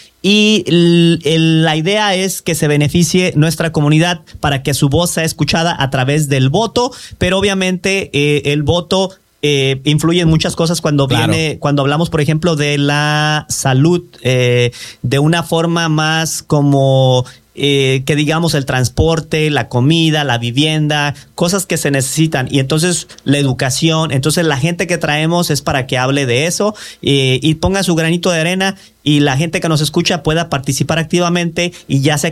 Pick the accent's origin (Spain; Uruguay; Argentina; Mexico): Mexico; Colima; Fíjate que en realidad tengo familia en Mérida, Yucatán. Saludos a la gente de Mérida. Obviamente yo soy de Colima.